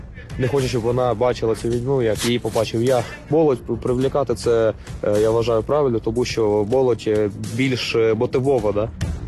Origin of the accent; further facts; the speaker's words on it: Dnipro, Dnipropetrovsk Oblast, Ukraine; а я з Дніпра сам.